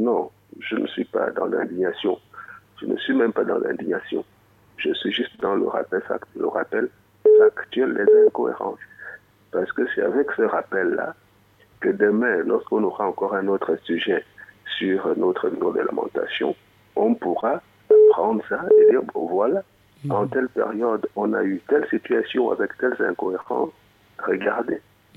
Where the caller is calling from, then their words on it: Gabon; Je suis un Gabonais pur jus qui est bien partout dans tous les coins du Gabon et qui passe du temps dans tous les coins du Gabon.